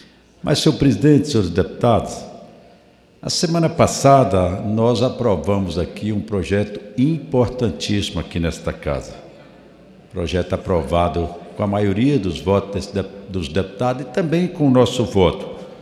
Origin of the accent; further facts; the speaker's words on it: Guanambi, Bahia, Brazil